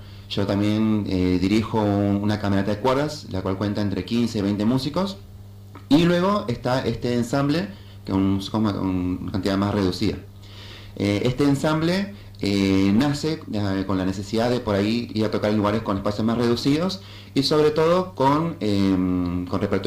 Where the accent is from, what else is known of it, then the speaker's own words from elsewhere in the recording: Río Turbio, Santa Cruz, Argentina; no solo somos de Turbio